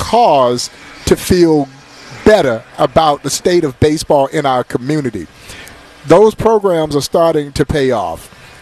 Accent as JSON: {"language": "English", "region": "Georgia", "country": "United States", "tie": "born or raised there", "said": "when I was growing up in Georgia"}